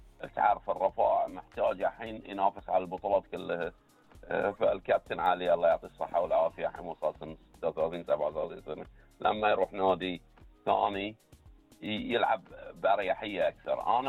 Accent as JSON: {"language": "Arabic", "country": "Bahrain"}